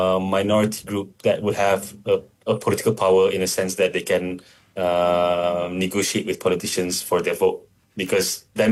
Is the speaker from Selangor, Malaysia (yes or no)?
yes; Kajang, Selangor, Malaysia; I grew up in Kajang. So my neighborhood, you literally have, it was a landed property, terrace houses.